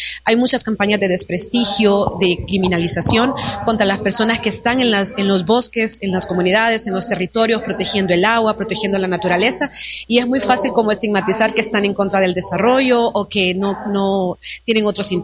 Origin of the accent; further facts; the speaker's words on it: Honduras; puedo hablar como hondureña